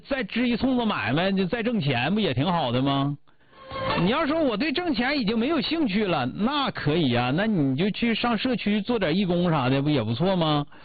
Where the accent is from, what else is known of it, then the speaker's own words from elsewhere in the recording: Northeast China, China; 但速冻饺子咱们东北人不爱吃，太难吃了那玩意儿。